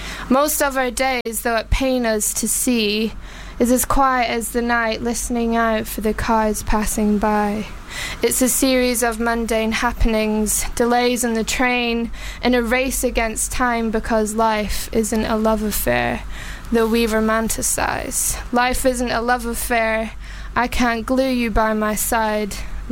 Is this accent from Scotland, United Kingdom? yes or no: yes; Glasgow, Scotland, United Kingdom; Yeah, well, I'm originally from Glasgow.